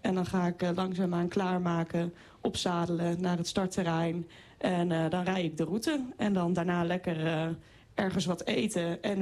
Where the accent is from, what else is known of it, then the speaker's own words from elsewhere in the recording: Zwolle, Overijssel, Netherlands; ik kom uit Zwolle